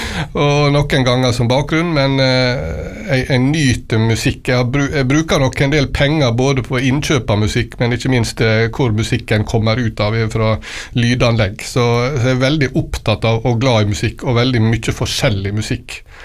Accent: Langevåg, Møre og Romsdal, Norway; Ja, født og oppvokst I Langevåg. Det noe lenge siden jeg bodde der.

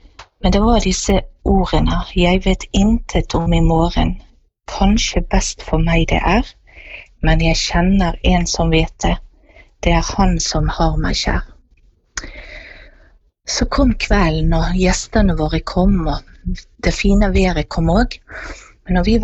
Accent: Bergen, Vestland, Norway; og jeg kommer fra Åsane nord for Bergen.

